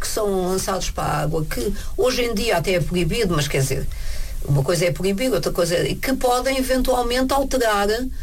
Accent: Almada, Setúbal, Portugal; born there; now in Lisbon, Portugal; Não se esqueça que eu nasci em Almada, tenho a medalha de ouro da ciência do Conselho de Almada, eu sou uma mulher da outra margem, embora viva em Lisboa atualmente.

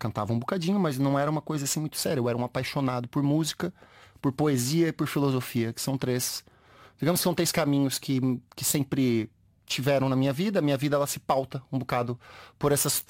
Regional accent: Brazil; born or raised there; now in Portugal

